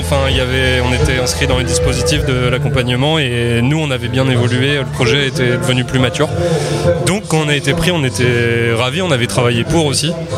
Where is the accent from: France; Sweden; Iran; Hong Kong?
France; Normandy; now in Caen, France